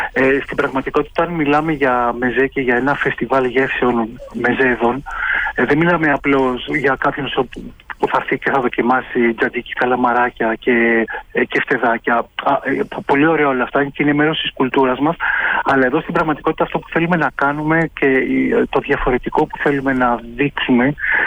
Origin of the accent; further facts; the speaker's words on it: Greece; όσο αφορά εμάς σαν Έλληνες.